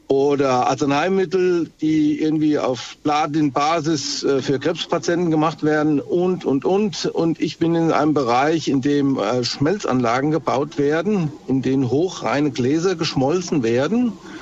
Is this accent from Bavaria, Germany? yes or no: no; Steinau an der Straße, Hesse, Germany; Ich komme aus Steiner an der Straße im Ortsteil Seidenroth, ganz wichtig.